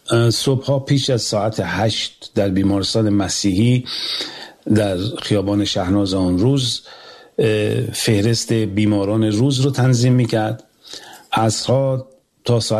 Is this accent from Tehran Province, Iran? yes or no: no; Semirom, Isfahan, Iran; زادگاه من شهر سمیرومه، شهری که در آن نابرابری و بی‌عدالتی نه مفهومی انتزاعی بلکه بخشی عریان و روزمره از زندگی مردم بوده